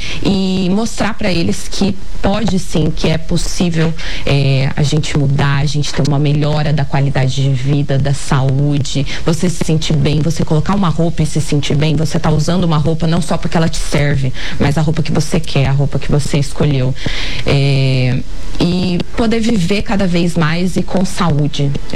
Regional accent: Campo Grande, Mato Grosso do Sul, Brazil; moved away as an adult; also born or lived in São Paulo; Então, eu me formei em São Paulo, voltei para cá aqui em 2020, realmente, para atuar, mas sou de Campo Grande, Mato Grosso do Sul.

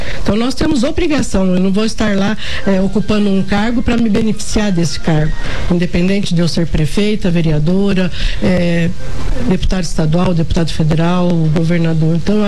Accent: São Paulo, Brazil; born there; moved away as an adult; now in Mato Grosso do Sul, Brazil; a sociedade que me acolheu há 45 anos, né, aqui em Mato Grosso do Sul. Sou paulista de nascimento, mas vim para cá casada, já formada, e aqui constitui minha família.

